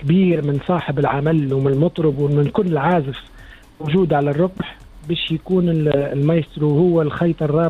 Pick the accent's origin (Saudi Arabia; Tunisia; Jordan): Tunisia; أنا كفنان تونسي